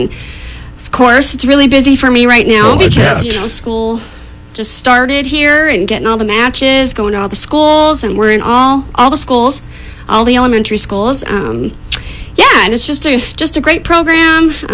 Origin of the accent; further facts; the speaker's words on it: Butte, Montana, United States; I was born and raised in Butte. Went to Butte High School, graduated from Montana Tech, and I have two kiddos.